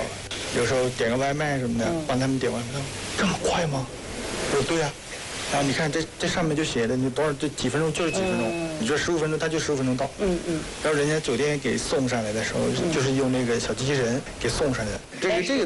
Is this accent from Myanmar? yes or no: yes; Myanmar; Chinese is a second language; 这种的话，我们缅甸人看着就会感觉，哇，这个很好。